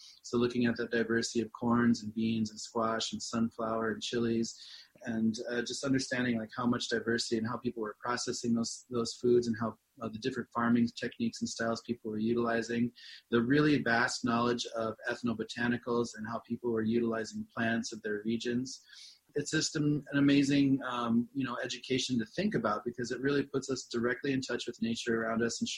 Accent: South Dakota, United States; So for my area where I grew up in South Dakota, you know, the Lakota, we were utilizing a lot of game meat.

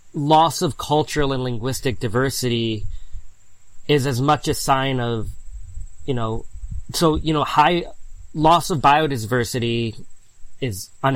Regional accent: United States; moved away; I grew up in the United States, but I worked hard to record folklore for my grandparents and to learn their language

